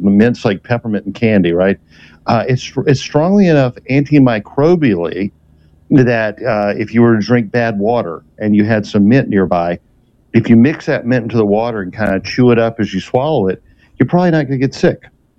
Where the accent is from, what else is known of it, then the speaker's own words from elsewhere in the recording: the South, United States; I'm from the South, so we eat a lot of collards and turnips and mustard greens.